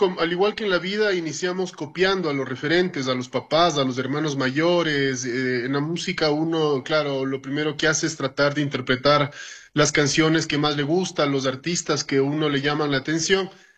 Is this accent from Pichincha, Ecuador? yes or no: yes; Quito, Pichincha, Ecuador; yo soy quiteño de descendencia lojana